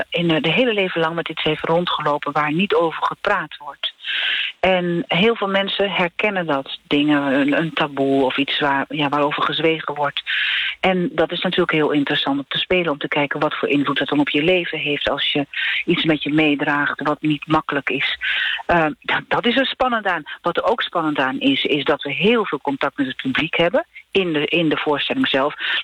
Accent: Overijssel, Netherlands; moved away as an adult; now in Rotterdam, Netherlands; het is natuurlijk daar waar ik vandaan kom.

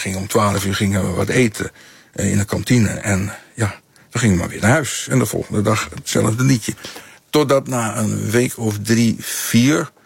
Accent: Netherlands; born there; ik ben in Nederland geboren.

